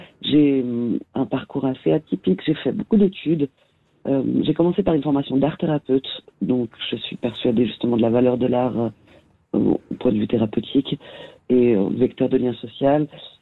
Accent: Geneva, Switzerland; Je suis genevoise et toujours vécu à Genève, où le jardin botanique était.

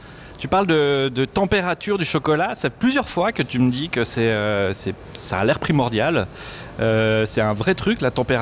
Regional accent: Broc, Fribourg, Switzerland; parce que j'ai grandi à côté de l'usine, je suis natif de Bro

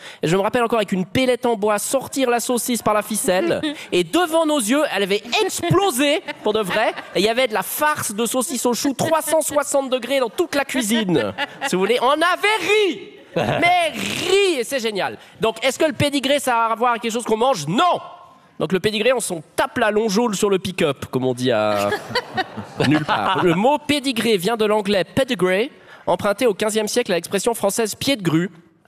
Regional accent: Geneva, Switzerland; même si j'ai grandi à Genève, mes deux parents sont vaudois, donc j'ai été élevé dans un foyer vaudois.

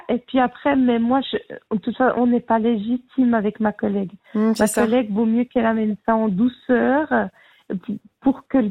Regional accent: Normandy, France; je suis normande.

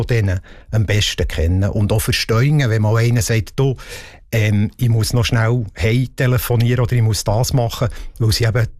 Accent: Switzerland; Wir tun die Schweizer, wir sind Schweizer, wir müssen unsere Werte leben

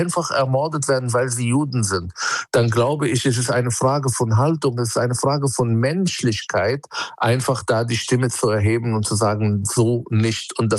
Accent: Palestine; Und ich möchte als Palästinenser die andere Seite betrachten und sagen, ich sehe eure Angst, ich sehe euer Trauma

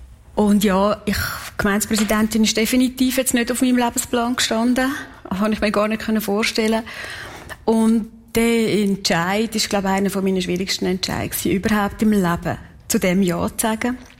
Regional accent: Kalbrunn, Switzerland; weil ich bin in Kalbrunn aufgewachsen. Ich bin ein Kalbrunner, durch und durch.

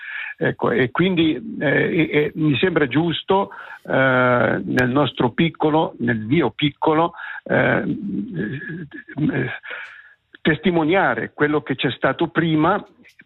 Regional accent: Camorino, Ticino, Switzerland; accent: Camorino dialect; Il nostro dialetto, il dialetto di Camorino, era piuttosto chiuso, si usava molto presente la U

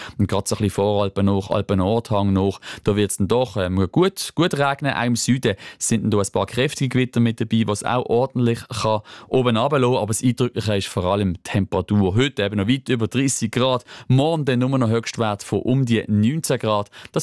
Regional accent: Northwestern Switzerland, Switzerland; Ich denke beispielsweise gerade an meine Heimat, dort Nordwestschweiz, da wird es ein paar wenige Millimeter geben

